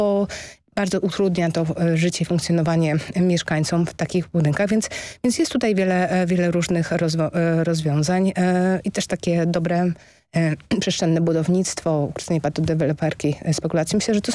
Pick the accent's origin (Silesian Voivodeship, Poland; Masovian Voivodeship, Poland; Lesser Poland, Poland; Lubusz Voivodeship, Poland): Silesian Voivodeship, Poland; Katowice; I ja jestem z Katowic, tam na przykład też jest dodatkowe obciążenie od pustostanu